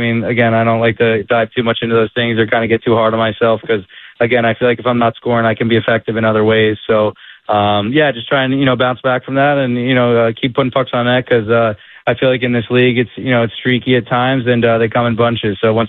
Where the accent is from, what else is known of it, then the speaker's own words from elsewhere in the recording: Robbinsville, New Jersey, United States; I feel like I grew up right in Central Jersey, and now we spend our summers down the Jersey Shore, down Long Beach Island.